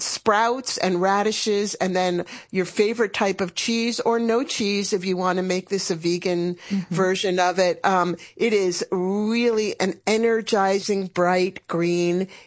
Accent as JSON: {"language": "English", "region": "New York", "country": "United States", "tie": "born or raised there"}